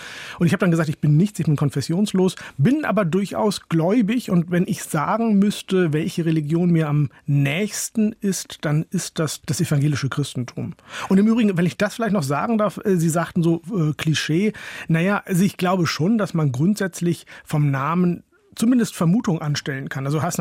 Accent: North Germany, Germany; Tatsächlich komme ich aus Holland-Wiel, fleht aus einem Dorf in Norddeutschland, aber das meinen die nicht.

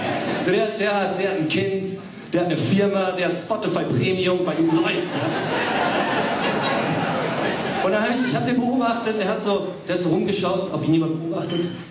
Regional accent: Wales, United Kingdom; Ich komme aus Wales. Bei uns ist es einfach immer furchtbar.

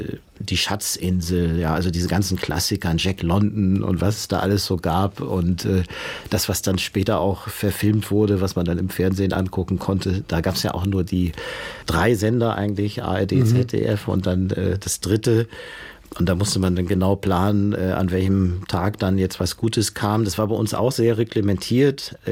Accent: Norderstedt, Schleswig-Holstein, Germany; Ich wurde sogar streng genommen in Hamburg geboren, und zwar ein paar hundert Meter über die Stadtgrenze hinaus. Norderstedt und Hamburg gehen wirklich fast direkt ineinander über.

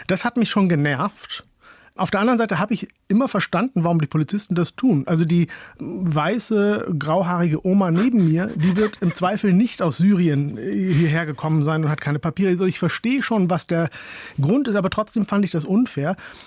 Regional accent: Northern Germany, Germany; Tatsächlich komme ich aus Holland-Wielen, fliehe aus einem Dorf in Norddeutschland

